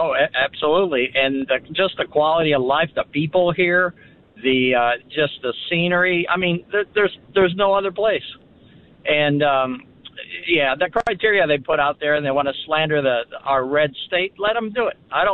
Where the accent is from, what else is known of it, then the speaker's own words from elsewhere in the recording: California, United States; now in Tennessee, United States; Hey, so I'm a refugee from the People's Republic of California.